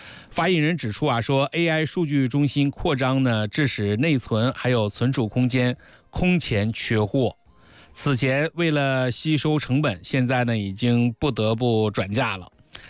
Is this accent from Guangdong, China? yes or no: no; Hangzhou, Zhejiang, China